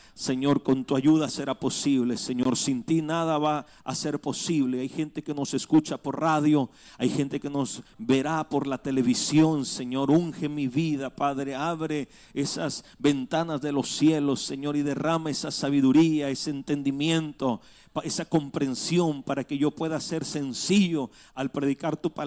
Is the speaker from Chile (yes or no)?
no; Mexico; Nosotros decimos, somos mexicanos, ¿verdad? Mi ciudad está en tal parte, en el norte del país, en el sur, en el centro.